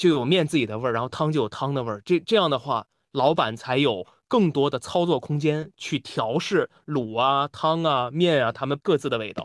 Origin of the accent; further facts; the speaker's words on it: Shanxi, China; now in Beijing, China; 因为我是山西人，我也爱吃面，